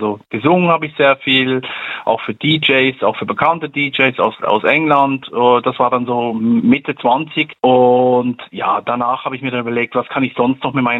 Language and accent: German; Switzerland